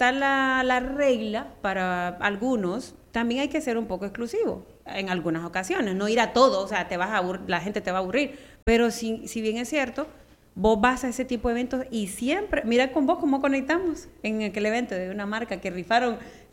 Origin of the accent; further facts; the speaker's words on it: Honduras; soy hondureña